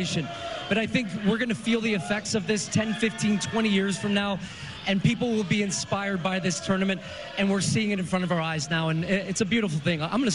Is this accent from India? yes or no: no; United States; standing here as an American, I'm proud.